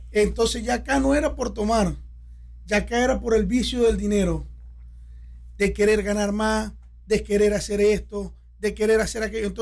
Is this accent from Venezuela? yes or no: yes; Venezuela; moved away; also born or lived in Chile; vengo desde Venezuela. Primeramente estuve en Chile 7 años viviendo y bueno, en Chile era un desastre total.